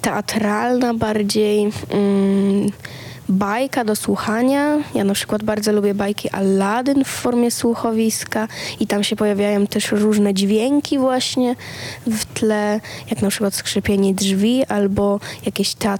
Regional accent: Zielona Góra, Lubusz Voivodeship, Poland; ja pochodzę z Zielonej Góry

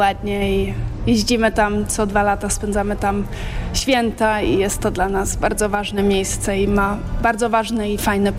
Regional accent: Warsaw, Masovian Voivodeship, Poland; ale zdaje mi się, że przez to, że ja zrobiłam sport jako dziecko w Warszawie albo w Polsce i dla Polski, to chciałabym coś oddać też tutaj

